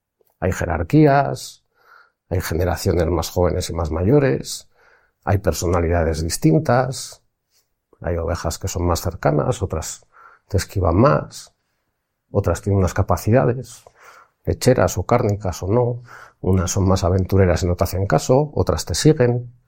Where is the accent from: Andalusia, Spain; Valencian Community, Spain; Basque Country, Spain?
Basque Country, Spain; Yo que soy de País Vasco